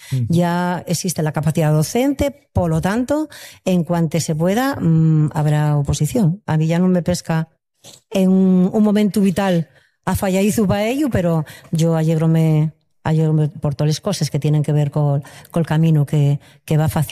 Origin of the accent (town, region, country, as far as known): Avilés, Asturias, Spain; born or raised there